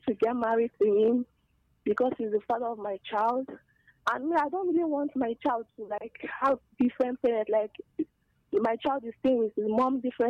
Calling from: Udi, Enugu State, Nigeria; I'm calling from Udi.

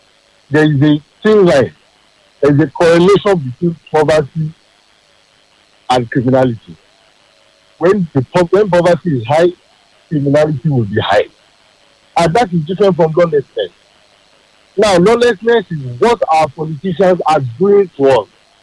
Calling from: Dubai, United Arab Emirates; I am calling from Dubai.

